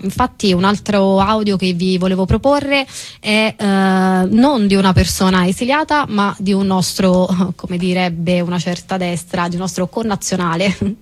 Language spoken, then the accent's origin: Italian; Calabria, Italy; E io gli ho detto no, guarda, sono calabrese, che però effettivamente davanti al Marocco, quindi i miei tratti spesso venivano confusi